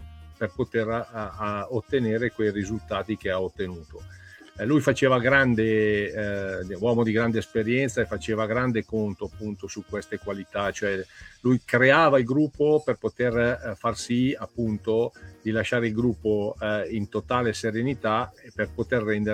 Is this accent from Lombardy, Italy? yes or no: yes; Como, Lombardy, Italy; io sono di Como, lui è di Milano